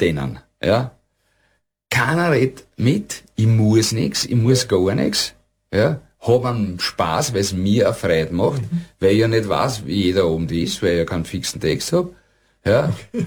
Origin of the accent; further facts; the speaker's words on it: Vienna, Austria; Ich bin in Favoriten aufgewachsen